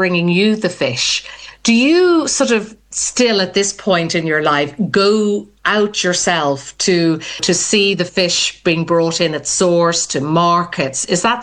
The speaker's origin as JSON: {"language": "English", "country": "Ireland", "lives_now": "Sussex, United Kingdom", "said": "Now, you've probably guessed I'm Irish."}